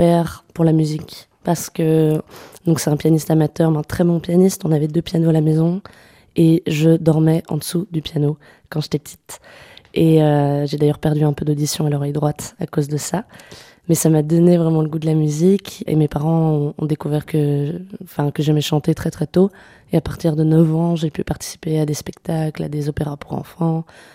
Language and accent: French; Brussels, Brussels-Capital Region, Belgium; j'ai 21 ans. Je viens de Bruxelles, je suis née à Bruxelles, j'ai grandi à Bruxelles et je reste à Bruxelles.